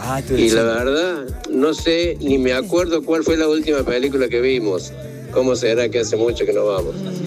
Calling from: Santa Isabel, Argentina; de Santa Isabel.

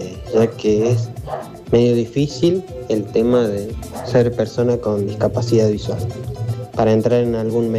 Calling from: La Falda, Córdoba, Argentina; de La Falda

